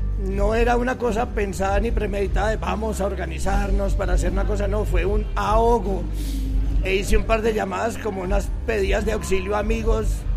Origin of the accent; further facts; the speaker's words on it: Pereira, Risaralda, Colombia; Mi corazón es metalero, yo soy pereirano y aprendí a tocar batería tocando metal.